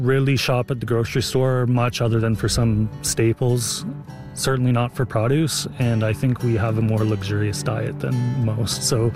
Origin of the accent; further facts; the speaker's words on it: Saskatchewan, Canada; moved away; So both Anya and I are from away. I'm from Saskatchewan, Anya's from Slovenia. We moved here in 2012.